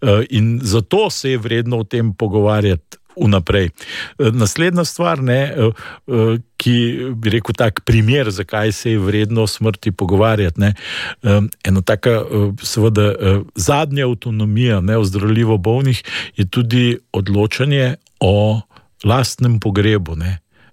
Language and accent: Slovenian; Lower Carniola, Slovenia; jaz prihajam z Dolenske